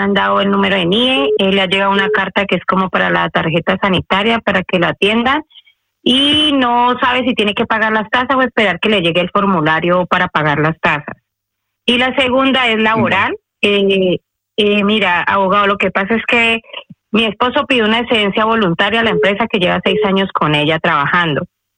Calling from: Madrid, Community of Madrid, Spain; me comunico de Madrid

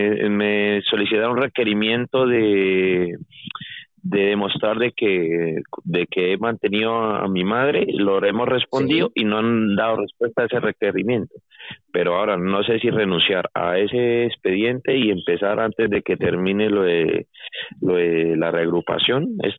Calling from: Alcázar de San Juan, Castilla-La Mancha, Spain; de Alcázar de San Juan.

